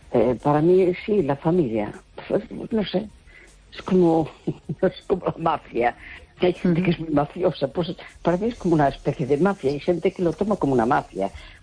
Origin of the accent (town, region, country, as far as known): A Coruña, Galicia, Spain